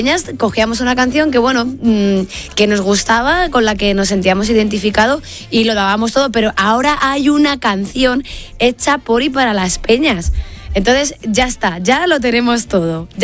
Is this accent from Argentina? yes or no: no; Castile and León, Spain; tengo que decir que nadie sabía que yo estaba. Mi pueblo está en Meganzones.